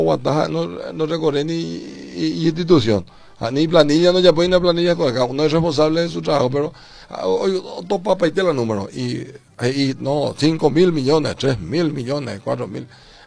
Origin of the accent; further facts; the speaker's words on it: Paraguay; tenemos por primera vez en Paraguay